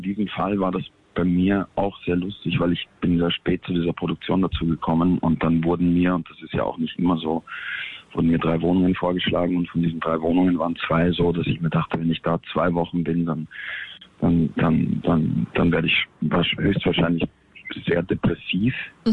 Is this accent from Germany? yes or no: no; Vienna, Austria; auch wieder in seine Heimatstadt zurückzukehren. Mhm. Das ist bei mir Wien.